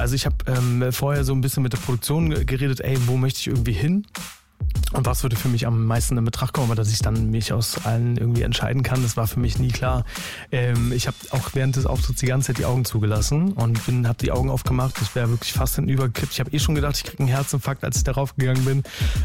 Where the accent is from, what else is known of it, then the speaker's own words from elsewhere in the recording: Usedom, Mecklenburg-Vorpommern, Germany; moved away as an adult; also born or lived in Cologne; now in Berlin, Germany; Ja, also nicht ursprünglich. Ich komme ursprünglich ja von der Ostsee, aber ich wohne schon ganz lange in Berlin. Ich komme aus Usedom ursprünglich.